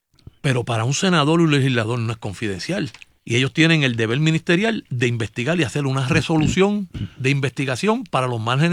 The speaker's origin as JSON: {"language": "Spanish", "country": "Puerto Rico", "said": "Y yo tengo mi creencia como puertorriqueño y mi ideología."}